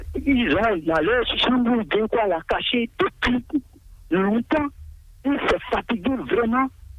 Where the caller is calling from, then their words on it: Benin; Je vous appelle de Toba.